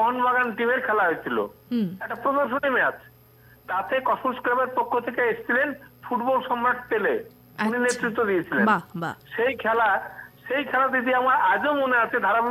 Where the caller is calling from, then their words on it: Baharampur, West Bengal, India; আমি পশ্চিমবঙ্গের মুর্শিদাবাদ জেলার বহরমপুর থেকে